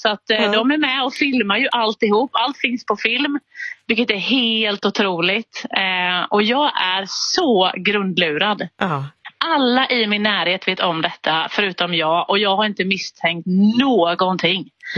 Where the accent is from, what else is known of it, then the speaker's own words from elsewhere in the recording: Småland, Sweden; Ja, men han är från Dalarna och jag är från Småland.